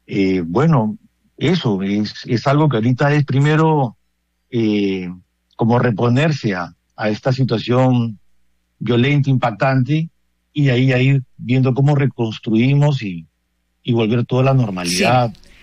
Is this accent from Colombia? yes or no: yes; Colombia; Yo soy colombiano, padre, de corazón. Soy sacerdote diocesano.